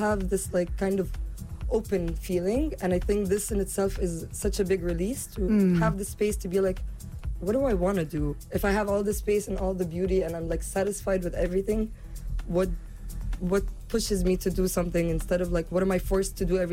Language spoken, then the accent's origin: English; Cairo, Cairo Governorate, Egypt; moved away as an adult; also born or lived in New York; now in Dahab, Egypt; before Dahab, I was living in New York, and I mean, I come from Cairo, but I was studying in New York